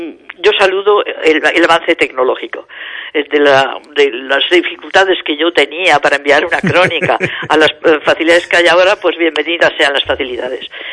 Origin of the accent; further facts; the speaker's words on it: Spain; lo que yo esperaría como española